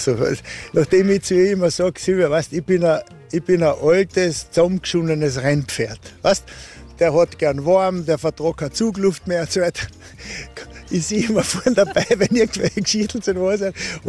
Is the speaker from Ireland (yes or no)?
no; Graz, Styria, Austria; born there; Als gebürtiger Grazer obendrein. Nein, ich bin natürlich mit Haut und Haar mal Österreicher